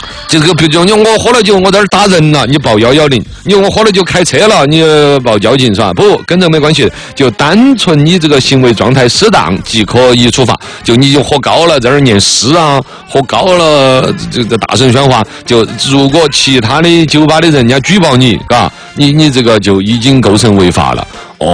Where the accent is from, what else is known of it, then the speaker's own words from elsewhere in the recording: Chengdu, Sichuan, China; 这个尤其我们成都人哈